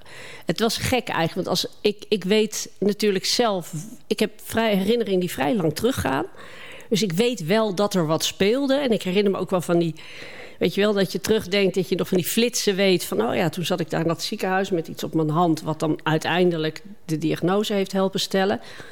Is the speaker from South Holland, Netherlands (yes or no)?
yes; The Hague, South Holland, Netherlands; Ja, nou, ik kom niet uit de streek. Wel uit Zuid-Holland kom ik. Ik kom uit Den Haag.